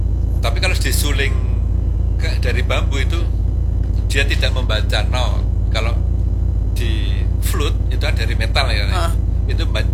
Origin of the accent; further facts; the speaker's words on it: Yogyakarta, Special Region of Yogyakarta, Indonesia; moved away as an adult; saya orang Jogja.